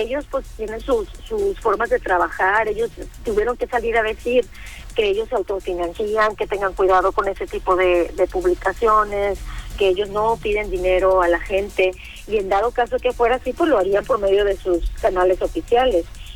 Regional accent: Mexico; Es nuestra naturaleza como mexicanos siempre tratar de ayudar al hermano

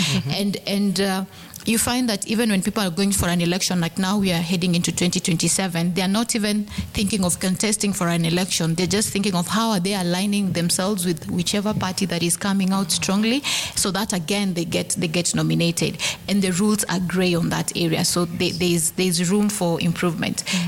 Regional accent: Kisumu County, Kenya; I come from Kisumu County, and so I feel very, very happy to be here.

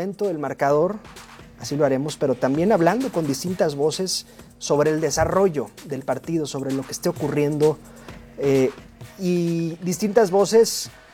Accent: Culiacán, Sinaloa, Mexico; En mi ciudad natal, Culiacán.

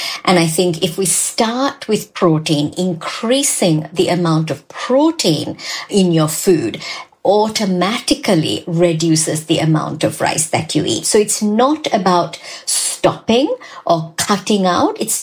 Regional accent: Sri Lanka; And growing up in Sri Lanka, sometimes I used to have 3 meals of rice a day.

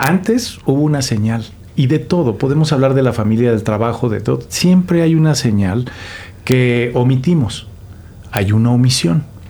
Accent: Mexico; Como mexicanos y como mexicanas

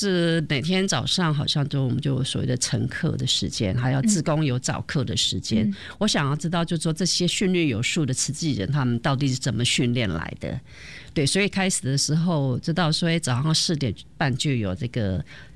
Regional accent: Hualien, Hualien County, Taiwan; 我是花莲人

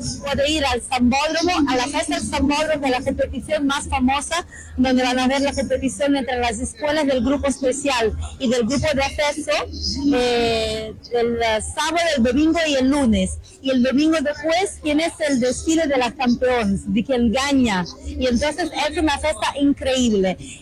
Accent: Rio de Janeiro, Brazil; soy carioca, soy de Río de Janeiro, la ciudad maravillosa y la ciudad con el carnaval más famoso del mundo.

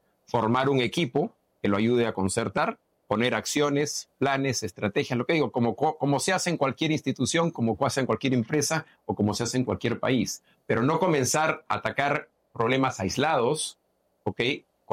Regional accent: Peru

